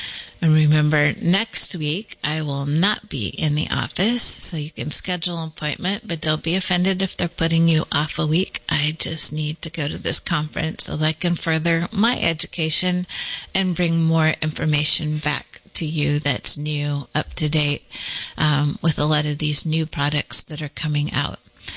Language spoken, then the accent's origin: English; California, United States; I'm from California.